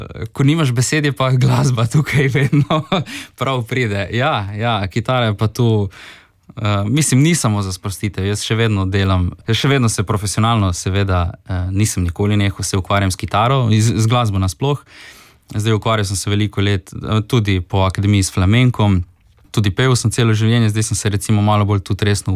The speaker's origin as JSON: {"language": "Slovenian", "town": "Rijeka", "region": "Primorje-Gorski Kotar County", "country": "Croatia", "said": "tako da smo očitno ti reški Slovenci, smo srečni"}